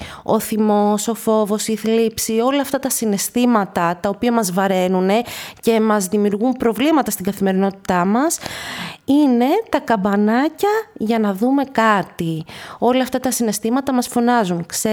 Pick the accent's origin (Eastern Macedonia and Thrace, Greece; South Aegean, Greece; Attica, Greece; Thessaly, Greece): Eastern Macedonia and Thrace, Greece; Komotini; είμαι από εδώ, είμαι από την Κομοτηνή.